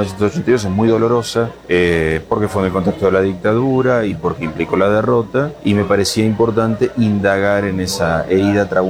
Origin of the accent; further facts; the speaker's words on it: Argentina; en mi país, Argentina